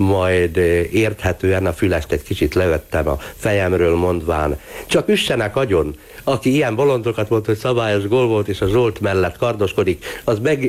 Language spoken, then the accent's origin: Hungarian; Szombathely, Vas, Hungary; now in Győr, Hungary; hiszen Szombathelyen születtem, Vas megyei gyerek vagyok.